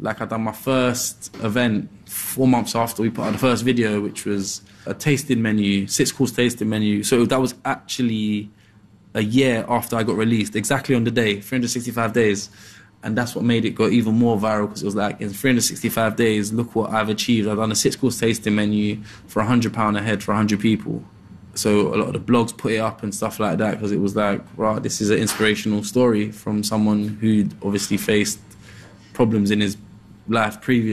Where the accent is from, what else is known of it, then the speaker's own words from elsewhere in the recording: Peckham, London, United Kingdom; growing up in Peckham, people weren't, from my demographic, weren't really putting out YouTube videos